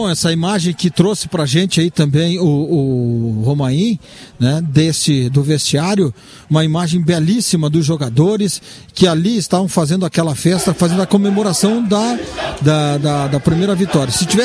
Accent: Brazil

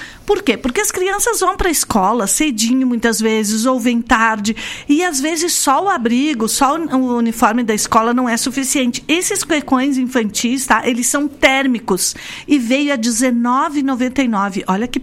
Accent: Brazil; A gente é brasileiro

